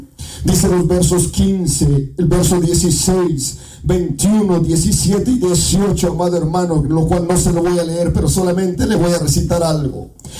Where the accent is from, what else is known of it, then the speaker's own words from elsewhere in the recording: Guatemala; como decimos en Guatemala.